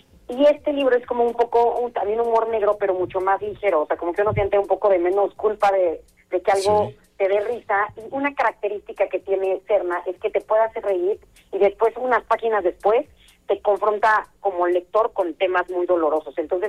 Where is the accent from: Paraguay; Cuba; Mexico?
Mexico; esta doble moralidad que tenemos como mexicanos y como sociedad